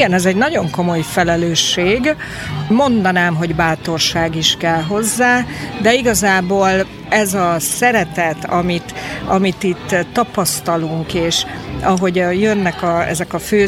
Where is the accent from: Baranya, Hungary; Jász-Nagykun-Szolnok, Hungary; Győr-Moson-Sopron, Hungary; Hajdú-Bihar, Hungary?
Jász-Nagykun-Szolnok, Hungary; Szolnok; én tiszaparti lány vagyok, Szolnokon születtem